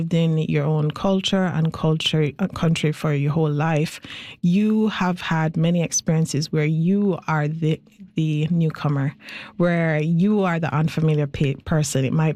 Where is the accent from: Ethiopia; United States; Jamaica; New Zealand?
Jamaica; Just recently, I felt that way when Hurricane Melissa just trampled a third of my home country, Jamaica, at least my first home.